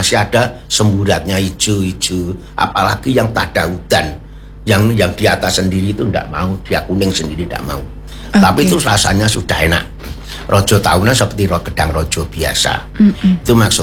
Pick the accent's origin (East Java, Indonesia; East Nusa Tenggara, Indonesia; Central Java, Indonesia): Central Java, Indonesia; Boyolali; Saya kan orang Boyolali. Jadi Merapi, Merbabu, sampai Batur, Selongsor, Selondur.